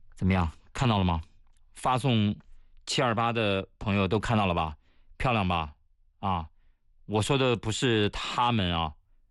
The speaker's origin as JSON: {"language": "Chinese", "country": "China", "said": "朋友们，作为一个中国人，你应该知道摘资中国这四个字，中国来自于哪里？"}